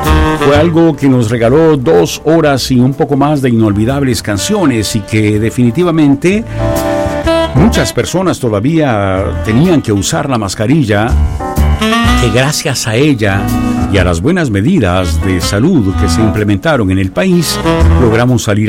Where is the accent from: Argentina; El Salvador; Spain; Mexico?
El Salvador; soy salvadoreño